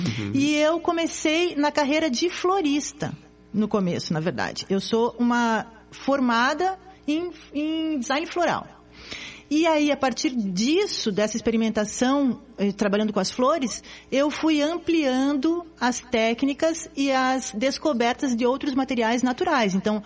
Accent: Curitiba, Paraná, Brazil; also born or lived in Morretes; Eu sou de Curitiba, mas eu vivi muito tempo em Morretes. As férias de infância sempre foram em Morretes.

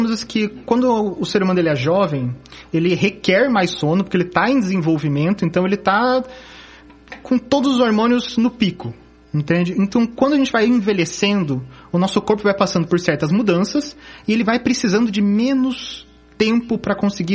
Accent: Ponta Grossa, Paraná, Brazil; born there; moved away; also born or lived in Cuiabá, Mato Grosso; eu sou nascido em Ponta Grossa, né, no Paraná. Morei em Cuiabá por 14 anos, então a gente já conseguiu ter uma boa conversa aqui sobre os cuiabanos. E retornei esse ano para casa, né, meu Paraná

